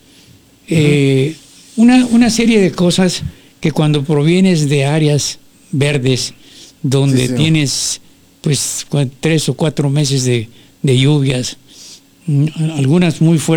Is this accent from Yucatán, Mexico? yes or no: yes; Yucatán, Mexico; moved away as an adult; also born or lived in Ciudad Juárez; yo soy de Yucatán y después de estudiar aquí, vengo constantemente, pero estuve muchos años apartado de Ciudad Juárez y pues viví en ambientes diferentes